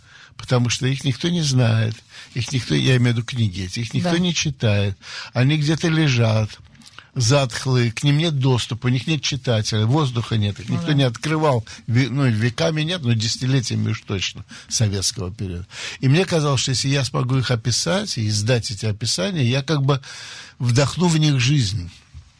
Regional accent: Saint Petersburg, Russia; born or raised there

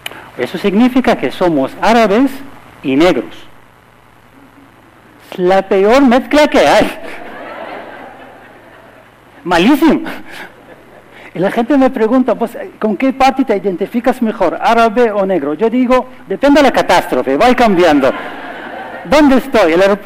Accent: Sudan; Spanish is a second language; moved away as an adult; now in Madrid, Spain; Yo soy de Sudán y yo sé que la gente no sabe mucho de mi país

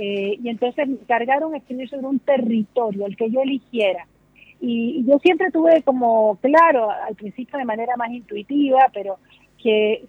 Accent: Colombia; mujeres que o trabajaron en mi casa de chica, que en Colombia eso también era bastante, o es, en el Caribe sobre todo, esto de tener mujeres en tu casa permanentemente

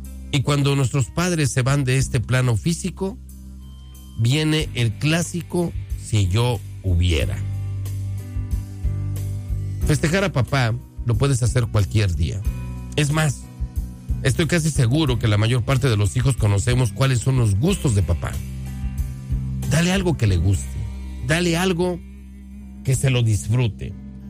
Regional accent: Mexico; nosotros como mexicanos

